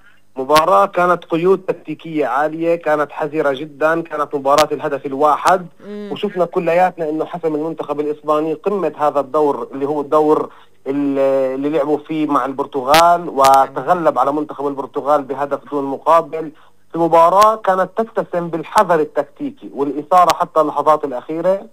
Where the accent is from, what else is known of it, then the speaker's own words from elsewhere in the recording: Palestine; اعترفت فينا كدولة فلسطينية